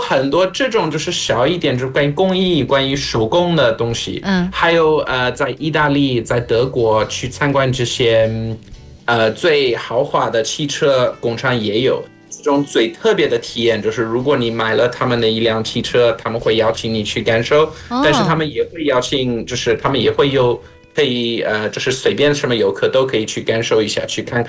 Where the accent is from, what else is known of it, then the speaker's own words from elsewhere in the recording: South Africa; 但是我们在南非最大的行业之一就是挖矿，就是黄金还有钻石什么的，所以